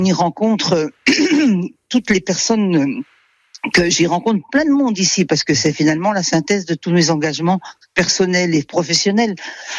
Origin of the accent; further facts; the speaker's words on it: Montbéliard, Bourgogne-Franche-Comté, France; j'ai vécu longtemps à mon enfance à Montbéliard avec un papa Peugeot